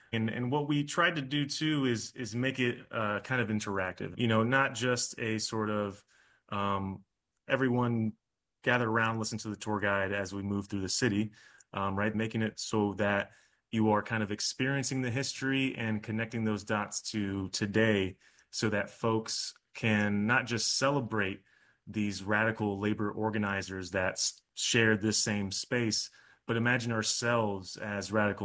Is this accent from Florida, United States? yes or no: yes; Florida, United States; born there; I was born in Florida, and I also grew up to a conservative-leaning Cuban American family, right?